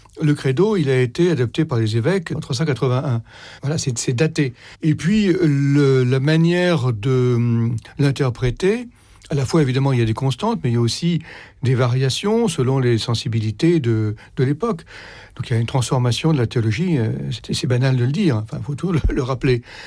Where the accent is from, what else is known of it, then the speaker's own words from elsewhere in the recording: France; parce que bon, on est français, donc on est solidaire de la France